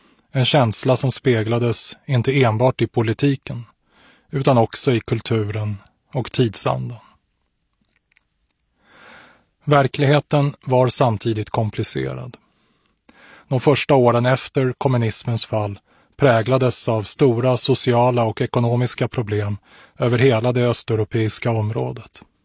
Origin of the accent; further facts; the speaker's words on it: Sweden; livet hemma i Sverige